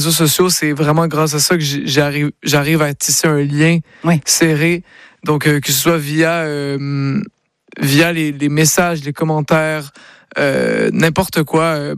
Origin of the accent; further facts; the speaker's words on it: Quebec, Canada; que c'est vraiment un public qui est européen et donc que je connais pas tant que ça, vu que moi je suis québécois.